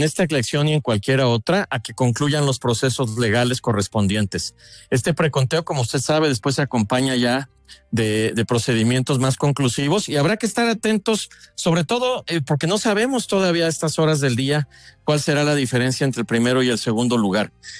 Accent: Mexico; en mi caso yo soy mexicano

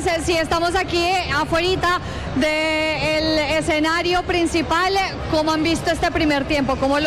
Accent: Colombia

